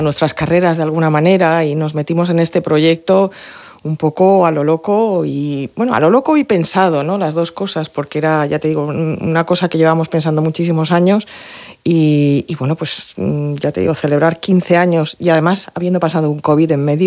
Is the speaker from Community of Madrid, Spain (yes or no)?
yes; Madrid, Community of Madrid, Spain; moved away as an adult; also born or lived in New York; los dos somos de Madrid, criados en Madrid, educados en Madrid, pero los dos con raíces murcianas y con sangre murciana. Uh-huh. Los dos, cuando terminamos nuestras respectivas carreras, nos fuimos a vivir a Nueva York